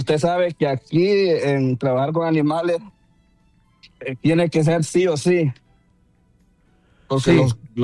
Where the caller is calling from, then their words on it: La Masica, Atlántida, Honduras; yo soy del municipio de La Masica Atlántida.